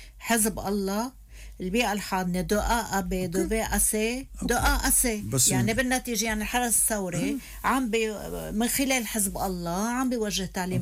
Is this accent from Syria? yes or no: yes; Syria